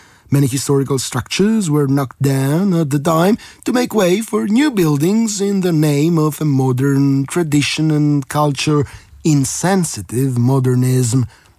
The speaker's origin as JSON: {"language": "English", "town": "Athens", "region": "Attica", "country": "Greece", "tie": "born or raised there", "said": "I was born and raised in Athens at a time when the city was changing at a rapid rate."}